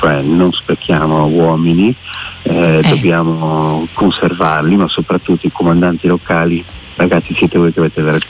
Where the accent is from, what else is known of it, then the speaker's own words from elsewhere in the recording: Milan, Lombardy, Italy; Da milanese mi è familiare questa parola.